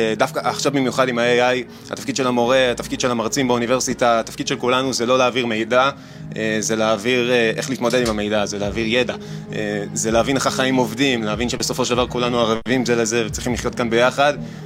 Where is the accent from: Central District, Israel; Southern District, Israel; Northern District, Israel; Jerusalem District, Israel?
Northern District, Israel; Nahariya; אני גר פה במעונות, אני במקור מנהריה